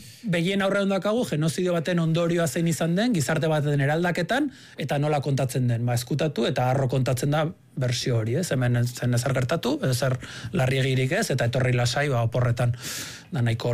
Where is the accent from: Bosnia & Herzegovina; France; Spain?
Bosnia & Herzegovina; gerra hasi zen gure herrian, gurasoi etxe harrezieten, lagunak hil zizkidaten, ni Zubietan nengoen entrenatzen ta zuen etxera bueltatu nahi Bosniako gerrako notiziak entzutera.